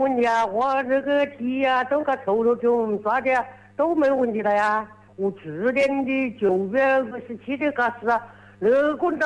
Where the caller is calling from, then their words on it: Shishou, Hubei, China; 我是从桃花山镇古井口村移走。